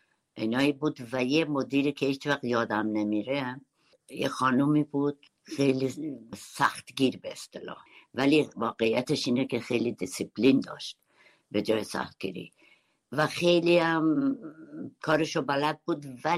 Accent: Urmia, West Azerbaijan, Iran; first language Kurdish; Persian is a second language; also born or lived in Solduz, Naqadeh County; در شهر ارومیه بزرگ شدم، همونجا درس خوندم، هم دبستان و هم دبیرستان. البته من کلاس اول رو یکمی زودتر از بقیه شروع کردم، دلیلش هم این بود که زبان فارسی بلد نبودم. ما خونه کردی حرف می زدیم

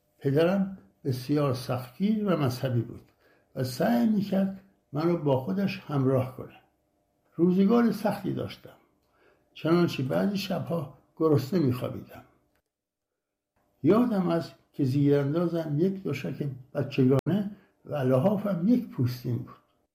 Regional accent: Hamadan, Iran; born there; در شهر همدان، محله بابا طاهر، در یک خانواده سنتی و مذهبی در فروردین سال 1326 متولد شدم.

